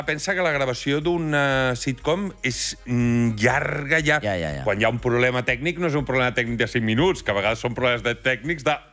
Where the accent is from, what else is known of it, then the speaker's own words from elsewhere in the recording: L'Hospitalet de Llobregat, Catalonia, Spain; Jo sóc de l'Hospitalet, vull dir, ens reconeixem.